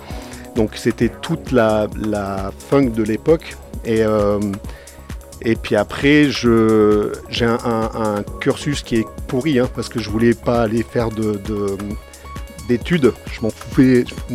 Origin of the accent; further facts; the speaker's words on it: Grenoble, Auvergne-Rhône-Alpes, France; De Grenoble. Yes. Moi, je viens de Grenoble.